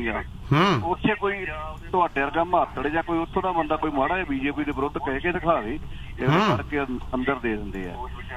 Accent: Punjab, India; ਅਸੀਂ ਪੰਜਾਬ ਦੇ ਲੋਕ ਜਿੰਨਾ ਵਿੱਚ ਮੈਂ ਵੀ ਆ ਤੁਸੀਂ ਵੀ ਆ ਨਾ, ਅਸੀਂ ਅਗਰੈਸਿਵ ਬਹੁਤ ਛੇਤੀ ਹੋ ਜਾਂਦੇ

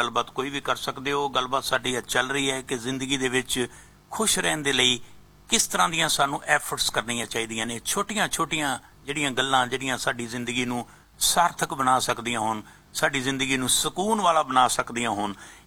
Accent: Punjab, India; ਕਿਉਂਕਿ ਅਸੀਂ ਪੰਜਾਬ ਤੋਂ ਆਏ ਹਾਂ

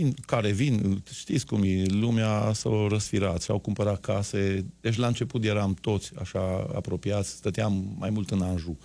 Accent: Transylvania, Romania; moved away as an adult; Nu puteam eu din Ardeal să fac balul.

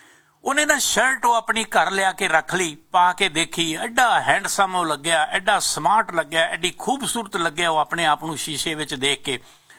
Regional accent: Punjab, India; moved away as an adult; now in Canada; ਪੰਜਾਬ ਦੇ ਵਿੱਚ ਸਾਡਾ ਬਚਪਨ ਬੀਤਿਆ ਹੈ, ਪੰਜਾਬ ਦੇ ਵਿੱਚ ਸਾਡੀ ਜਵਾਨੀ ਬੀਤੀ ਹੈ, ਪੰਜਾਬ ਸਾਡਾ ਕਰਮ ਭੂਮੀ ਰਹੀ ਹੈ, ਅਸੀਂ ਆਪਣੀ ਕਰਮ ਭੂਮੀ ਦੇ ਵਿੱਚ ਆਪਣੇ ਆਪਣੇ ਕਰਮ ਤੋਂ ਫ੍ਰੀ ਹੋ ਕੇ ਕੈਨੇਡਾ ਦੇ ਵਿੱਚ ਆ ਕੇ ਵਸੇ ਹਾਂ

